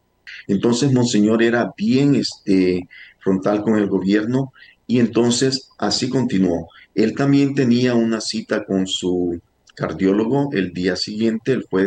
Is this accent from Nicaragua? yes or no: yes; Nicaragua; Yo hablo como nicaragüense. Yo conozco muy bien la realidad de Nicaragua.